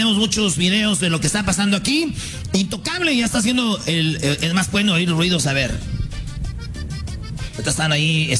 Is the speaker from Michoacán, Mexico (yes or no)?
yes; Jiquilpan, Michoacán, Mexico; Pumas fue el tapatío, que es de mi pueblo, Jiquilpan, Michoacán.